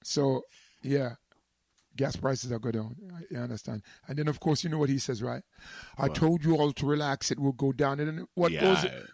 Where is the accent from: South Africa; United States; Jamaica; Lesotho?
Jamaica; I don't think we as Jamaicans really understand the impact we have on the world as a little island.